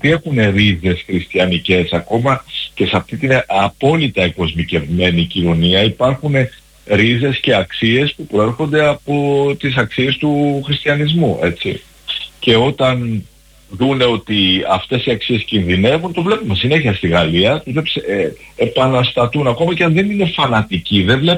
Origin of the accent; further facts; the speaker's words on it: Athens, Attica, Greece; born there; Και εγώ όταν ήμουν μικρός στην Αθήνα, μεγάλωσα μέχρι 8-9 ετών ακούγοντας τη λειτουργία στα λατινικά